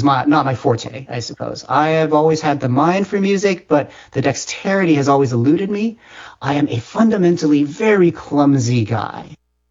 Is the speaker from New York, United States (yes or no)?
no; Palo Alto, California, United States; because I grew up in Palo Alto, California